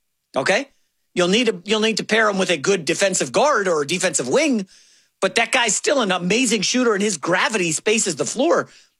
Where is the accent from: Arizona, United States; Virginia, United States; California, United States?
Virginia, United States; I know that well, growing up in Virginia, traveling up to New York a lot.